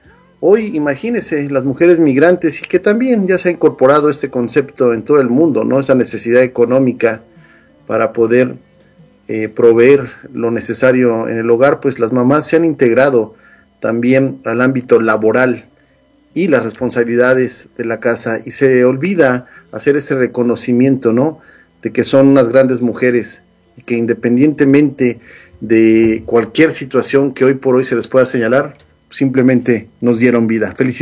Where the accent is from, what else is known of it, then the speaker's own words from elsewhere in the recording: Mexico; now in United States; ¿Nosotros qué culpa tenemos como mexicanos? Que tuvimos que salir prácticamente huyendo de nuestro país en busca de una mejor vida